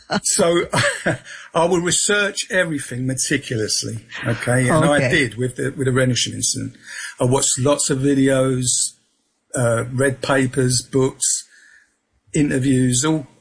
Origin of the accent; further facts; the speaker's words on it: London, United Kingdom; accent: South London; I was brought up in Peckham, London, southeast London, so that's my accent.